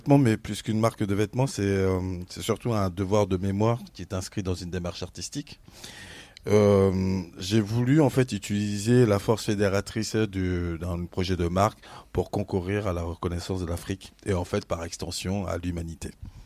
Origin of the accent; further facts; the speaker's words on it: Caen, Normandy, France; now in Toulouse, France; Et depuis 17 ans, je suis à Toulouse. Donc, en Normandie, où ça ? À Caen. Moi, je suis de la Basse.